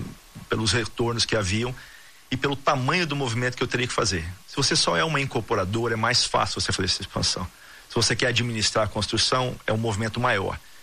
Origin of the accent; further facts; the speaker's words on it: Brazil; moved away; eu sou um patriota, sou brasileiro, quero sempre estar no Brasil, apesar de eu estar 31 anos fora.